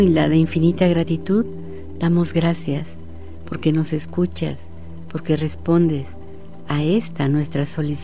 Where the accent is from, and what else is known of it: Mexico